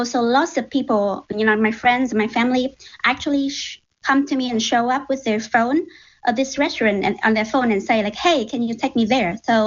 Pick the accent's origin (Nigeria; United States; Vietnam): Vietnam; Because I'm from Vietnam, and to be honest, I had been trying more terrifying dishes than this, like the blood soup or the half hatched egg